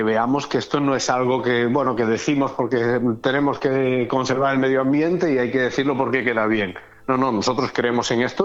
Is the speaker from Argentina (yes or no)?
no; Galicia, Spain